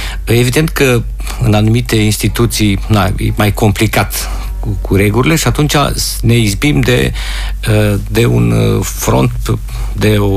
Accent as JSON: {"language": "Romanian", "country": "Romania", "said": "eu, ca român, cu toate că sunt naturalizat francez"}